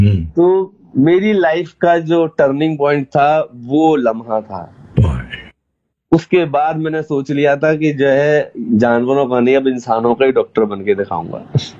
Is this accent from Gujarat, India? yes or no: no; Mathura, Uttar Pradesh, India; born there; फिर six seventh class से हम लोगों ने मथुरा शिफ्ट हो गए। हम लोग फिर मेरा उसके बाद की सारी एजुकेशन मथुरा में हुई।